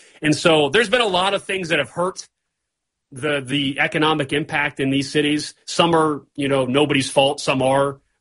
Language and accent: English; Kansas City, Missouri, United States; my hometown has the World Cup? It's the only time in my lifetime I will ever have a World Cup, probably in Kansas City